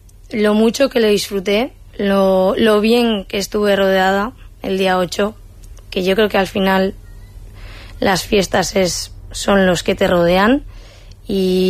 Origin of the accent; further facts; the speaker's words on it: Hondarribia, Basque Country, Spain; son las fiestas de mi pueblo